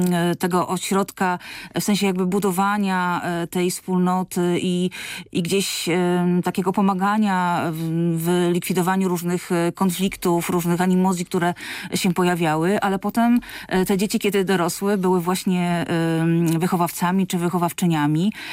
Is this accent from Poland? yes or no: yes; Bartoszyce, Warmian-Masurian Voivodeship, Poland; Bartoszyce to moja rodzinna miejscowość.